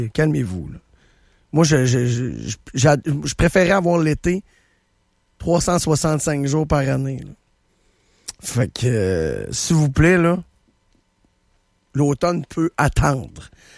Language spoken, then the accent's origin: French; Quebec, Canada; accent: Montmagny; Moi, bon, des fois, j'ai mon accent Manny Montois, là.